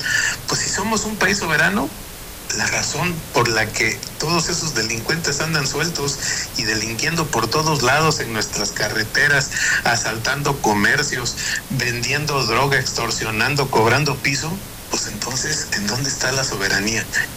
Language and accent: Spanish; Mexico; porque lo estoy enjuiciando aquí en mi país, en mi propio país, porque está cometiendo delitos en mi país. Imagínense cómo se vería México ante el mundo